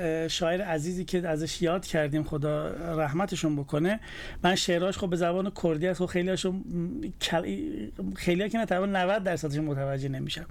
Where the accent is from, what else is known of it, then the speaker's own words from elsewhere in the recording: Iran; now in outside Iran; ما ایرانی هستیم